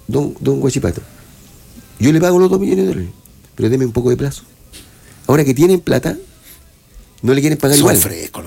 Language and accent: Spanish; Chile; Ahora usted es el argentino y soy chileno.